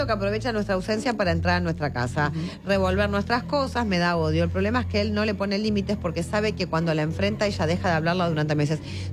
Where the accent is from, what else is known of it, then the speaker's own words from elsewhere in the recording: Argentina; now in Norway; de Argentina, pero los miro por YouTube desde Noruega. Nos faltaba uno de Noruega.